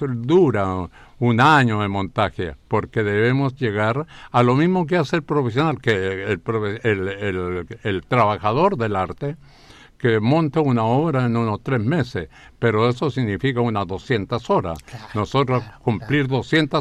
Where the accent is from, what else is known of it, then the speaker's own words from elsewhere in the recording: Los Ángeles, Biobío, Chile; born there; mi ciudad, que yo la quiero mucho, mucho. Bueno, nací en Los Ángeles